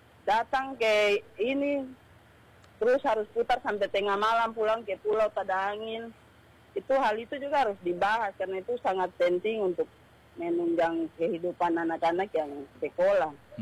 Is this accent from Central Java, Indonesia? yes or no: no; Nabire, Central Papua, Indonesia; sebagai anak Nabire